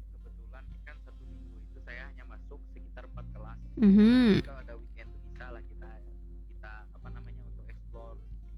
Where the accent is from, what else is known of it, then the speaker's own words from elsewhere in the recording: Central Kalimantan, Indonesia; asli Barito. Saya orang Barito Utara